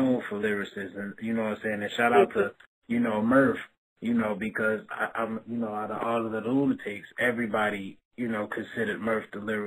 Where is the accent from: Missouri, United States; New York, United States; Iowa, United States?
Missouri, United States; St. Louis; when I told the crowd that I was from St. Louis, people laughed at me.